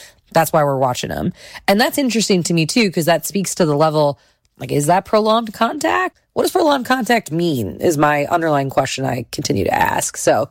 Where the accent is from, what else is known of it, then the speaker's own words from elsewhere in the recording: Midwest, United States; And as a Midwesterner, I obviously love a Midwest shout out